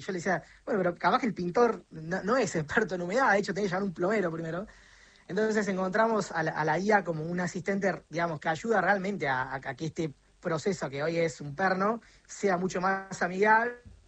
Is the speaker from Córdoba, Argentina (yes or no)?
yes; Córdoba, Argentina; nosotros somos acá de Córdoba, pero ya funciona hace unos meses en Buenos Aires